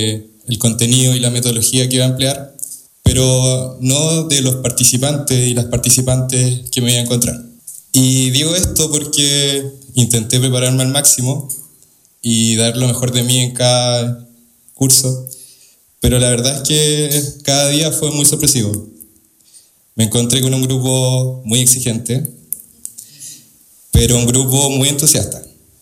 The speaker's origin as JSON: {"language": "Spanish", "town": "Coyhaique", "region": "Aysén", "country": "Chile", "said": "Me volví a encantar con mis raíces siendo patagón. Si bien no soy de este territorio, soy más de Coyhaique en cierta manera"}